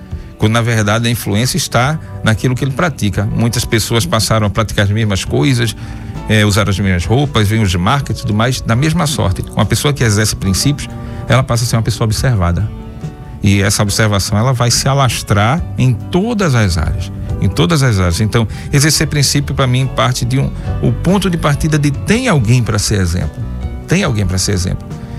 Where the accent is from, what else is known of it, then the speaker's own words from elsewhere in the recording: Pernambuco, Brazil; moved away; lá no meu estado, Pernambuco